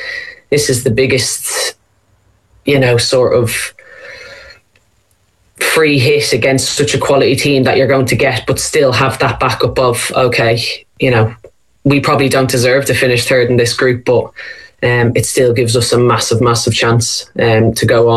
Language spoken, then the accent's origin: English; Ireland; You love that as a, you know, as an Irish player, kind of you know, really trying to come out of those shadows of an underdog.